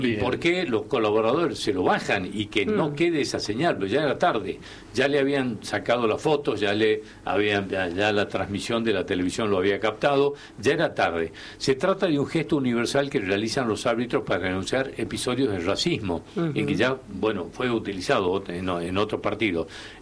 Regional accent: Argentina; independientemente de lo que nos toca sufrir como argentinos

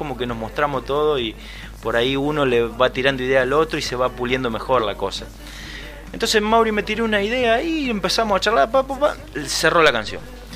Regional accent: Córdoba, Argentina; yo tuve la suerte de ir a los bailes de mi pueblo

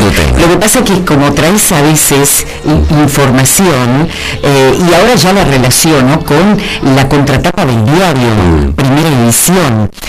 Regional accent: Argentina; cuando nosotros como argentinos

